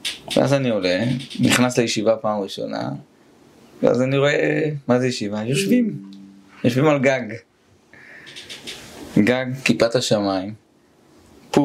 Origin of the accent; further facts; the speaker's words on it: Northern District, Israel; אז האמת, אני גדלתי בגולן, קרוב לפה, רואים תמיד, הסתכלתי מהגולן, רואים את האנטנות של צפת, תמיד צפת זה מקום מרוחק, קרוב אבל רחוק.